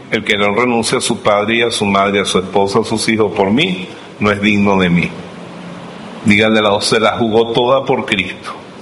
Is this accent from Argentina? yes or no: no; Venezuela; Nosotros los venezolanos somos los paisanos de Augusto Conde